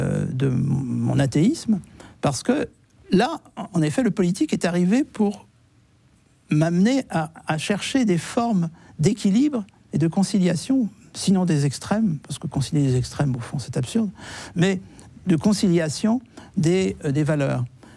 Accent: France; je suis français, même si j'étais par ailleurs juif

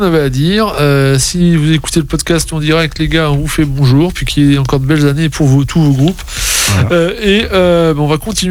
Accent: France; Moi aussi, je suis originaire du Bocage

